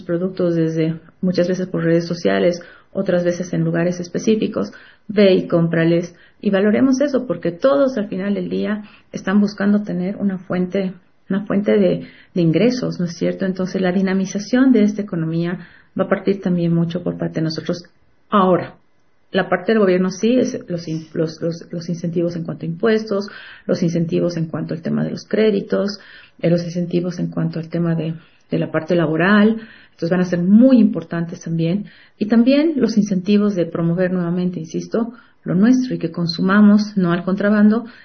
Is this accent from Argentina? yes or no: no; Bolivia; somos muchos bolivianos